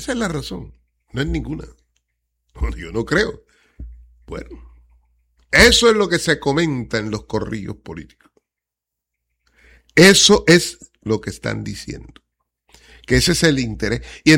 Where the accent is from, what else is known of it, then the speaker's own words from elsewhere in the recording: Cartagena, Bolívar, Colombia; Que amen, que quieran a la Cartagena, a mi terruño.